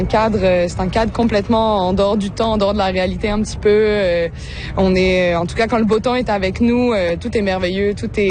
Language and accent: French; Réunion; Je suis originaire de la France. J'ai grandi à l'île La Réunion.